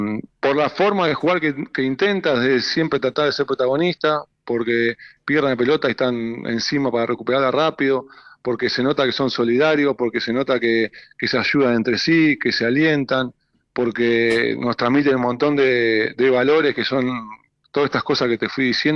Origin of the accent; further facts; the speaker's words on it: Argentina; nosotros somos esos los argentinos